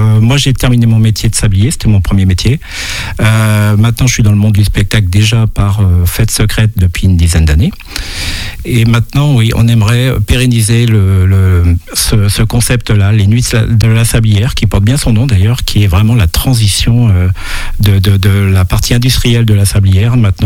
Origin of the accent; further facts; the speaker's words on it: Saint-Jean-de-Monts, Pays de la Loire, France; moi je suis natif de Saint-Jean-de-Mont